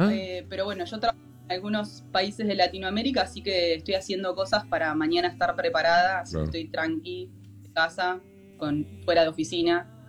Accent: Carlos Tejedor, Buenos Aires Province, Argentina; moved away as an adult; also born or lived in Niagara, Canada; now in Toronto, Canada; Soy nacida y criada en Carlos Tejedor, provincia de Buenos Aires. Sí, sí. Pueblo de 6.000 habitantes. Y bueno, me fui a estudiar a los 16.

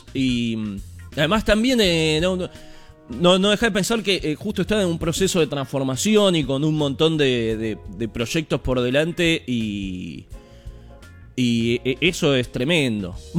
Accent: Paraguay; also born or lived in Argentina; Italo-paraguayo-argentino, sí.

